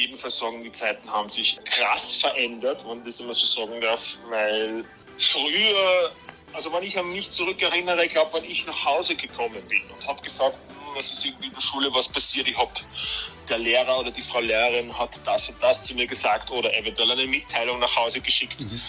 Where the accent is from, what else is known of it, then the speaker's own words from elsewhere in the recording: Upper Austria, Austria; ich komme aus der Region Linz